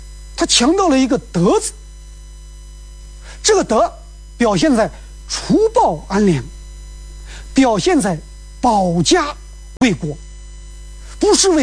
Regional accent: China; 我们中国人

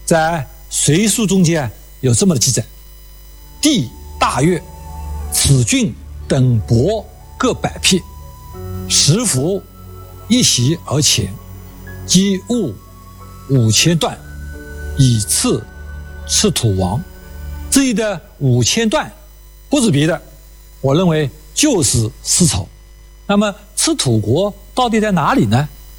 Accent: China

